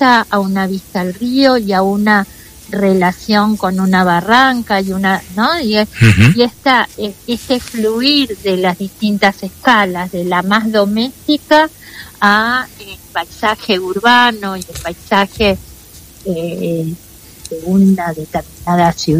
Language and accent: Spanish; Colonia del Sacramento, Colonia, Uruguay; Soy de Colonia del Sacramento.